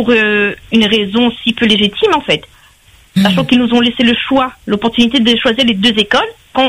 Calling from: Saint-Joseph, Réunion; Moi, je viens de Saint-Joseph

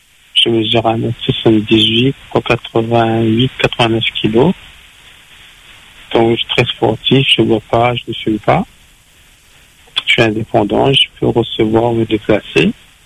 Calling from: Saint-Denis, Réunion; J'habite à Saint-Denis, j'ai 45 ans.

